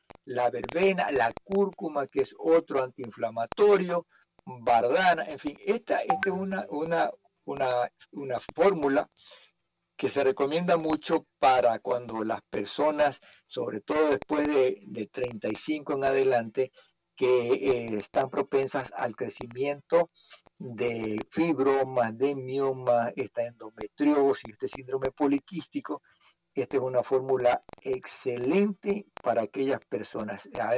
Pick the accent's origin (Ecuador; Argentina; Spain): Ecuador; Guayaquil, Guayas; Cuando voy a mi país, mi tierra, Ecuador, Guayaquil, la ciudad donde yo vivo, una ciudad muy grande, de 3 millones de habitantes